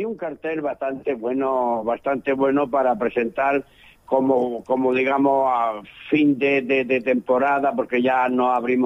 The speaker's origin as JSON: {"language": "Spanish", "town": "Almería", "region": "Andalusia", "country": "Spain", "moved": "yes", "said": "quiero bajar un poco a Almería a ver mi tierra."}